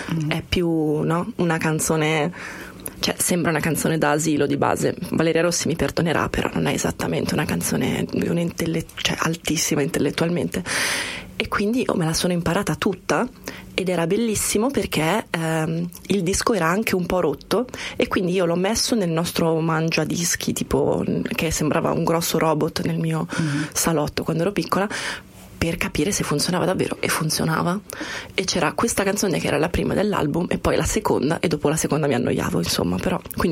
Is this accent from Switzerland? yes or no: yes; Lugano, Ticino, Switzerland; ho 28 anni, da pochissimo, e sono nata e cresciuta a Lugano, in Svizzera, quindi culturalmente direi che sono italiana, ovvero cioè la mia famiglia è italiana, anche la legge dice che sono italiana